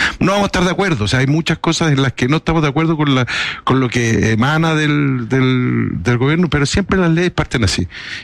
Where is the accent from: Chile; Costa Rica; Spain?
Chile; Temuco, Araucanía; yo soy de Temuco